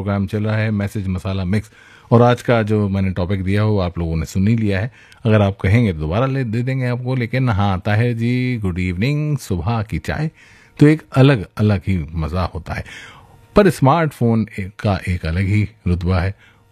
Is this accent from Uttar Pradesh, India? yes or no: yes; Ghaziabad, Uttar Pradesh, India; मैं गाज़ियाबाद से हूँ।